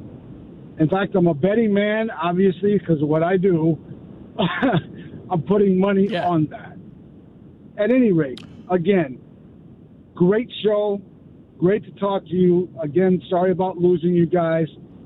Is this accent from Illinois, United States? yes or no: yes; Chicago, Illinois, United States; Now, I'm from Chicago, grew up two blocks from Wrigley Field.